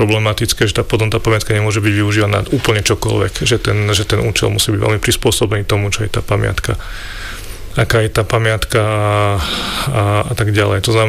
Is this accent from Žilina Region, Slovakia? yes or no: no; Banská Štiavnica, Banská Bystrica Region, Slovakia; Ja som z Banskej Štiavnice